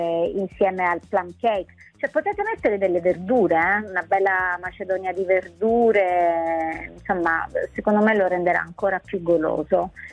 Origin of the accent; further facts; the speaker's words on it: Apulia, Italy; sono salentina